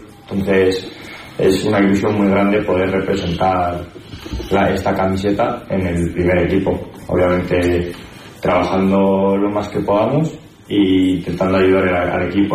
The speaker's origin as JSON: {"language": "Spanish", "region": "Navarre", "country": "Spain", "tie": "born or raised there", "said": "Pues yo toda mi vida he jugado al fútbol en Navarra, en mi pueblo, y pues un profesor de la ESO me introdujo al voleibol"}